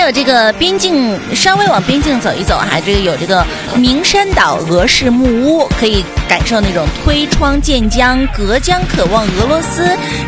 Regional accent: Northeast China, China; 咱们东北人

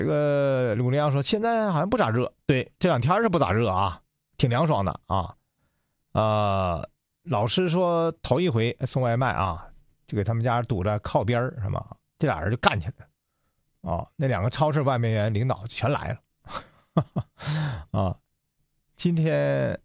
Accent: Northeast China, China; 在我们东北这边每年会有一段热，但不会太久

